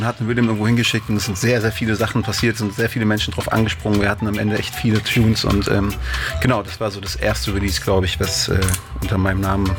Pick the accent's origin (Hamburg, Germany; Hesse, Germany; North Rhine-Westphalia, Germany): Hesse, Germany; Fulda; also born or lived in Berlin; Ich komme eigentlich aus Berlin, aber habe meine Jugend in Fulda verbracht, in Hessen.